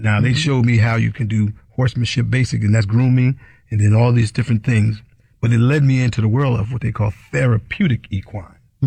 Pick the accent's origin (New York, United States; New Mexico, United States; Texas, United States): New York, United States; I had this dream coming up growing up in New York in Hudson Valley